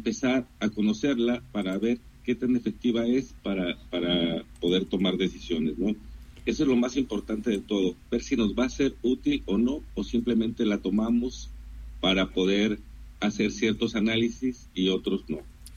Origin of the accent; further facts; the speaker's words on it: Colima, Mexico; somos personas que hemos vivido por toda la vida y la mayoría nacimos aquí en Colima y conocemos nuestro entorno, nuestro territorio